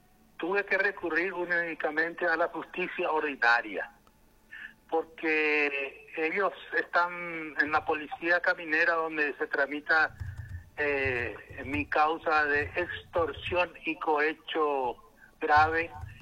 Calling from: Altos, Cordillera, Paraguay

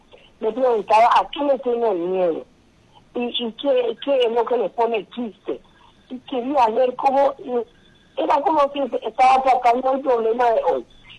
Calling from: Paraguay; nosotros los paraguayos solíamos tener, se dice, nuestra forma de ser, nuestra forma, nuestros valores como familia paraguaya.

